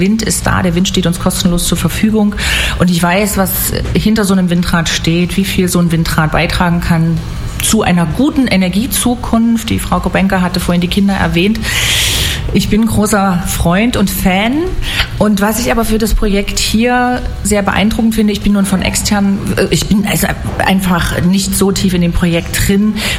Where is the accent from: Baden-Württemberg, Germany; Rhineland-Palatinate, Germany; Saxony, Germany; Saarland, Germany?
Saxony, Germany; Dresden; now in Hamburg, Germany; eigentlich komme ich ja aus Dresden.